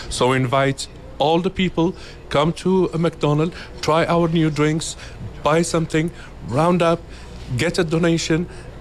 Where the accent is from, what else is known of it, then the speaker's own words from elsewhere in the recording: Morocco; Because I'm from Morocco, yeah. And we are a country, let's say a touristic country, so we are receiving a lot of people.